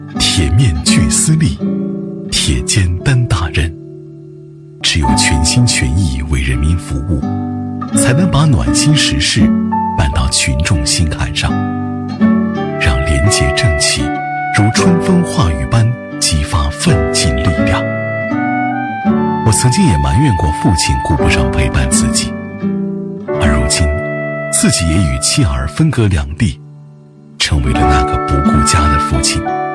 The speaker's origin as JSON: {"language": "Chinese", "town": "Qingdao", "region": "Shandong", "country": "China", "tie": "born or raised there", "said": "我在这里出生，在这里成长，跟随着父亲的足迹去实现他未实现的理想，不忘初心，心系故乡，别忘了自己是灵山岛人。"}